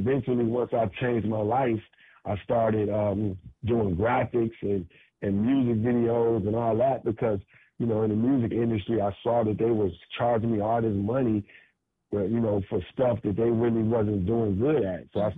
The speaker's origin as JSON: {"language": "English", "town": "Detroit", "region": "Michigan", "country": "United States", "tie": "born or raised there", "moved": "yes", "lives_now": "Los Angeles, United States", "said": "In Detroit, Michigan. I grew up in Detroit, I'm in Los Angeles now, but yeah, I grew up, you know, when I left home at 14"}